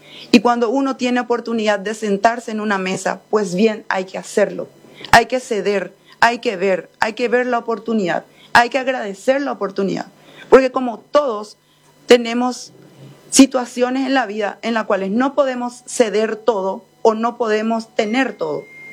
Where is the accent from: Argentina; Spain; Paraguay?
Paraguay; como médico paraguayo, como madre, como mujer, como hija